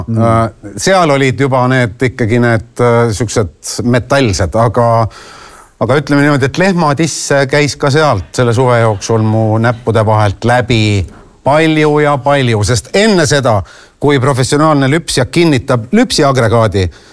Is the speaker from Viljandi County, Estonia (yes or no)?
no; Loksa, Harju County, Estonia; Kõik lapsed monoasulatest, nagu Loksa oli selline, kust mina pärit olin, tahtsid tegelikult minna maale tööle ja lüpsma hakata.